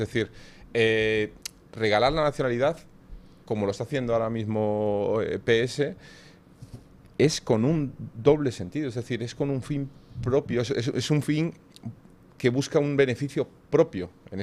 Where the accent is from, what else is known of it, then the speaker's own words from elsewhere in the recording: Spain; yo no quiero dejar de ser español, aunque me vaya a trabajar a Japón.